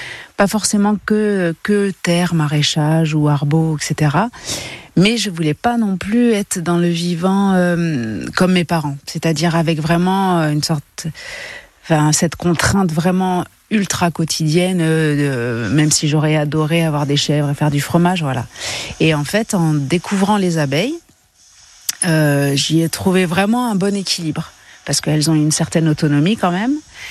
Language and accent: French; Centre-Val de Loire, France; Alors moi, je viens de la Sologne. Je suis née vraiment à côté du château de Chambord, c'est un mix de Normandie et de Sologne, avec une famille viticulteur et éleveur aussi en vaches laitières.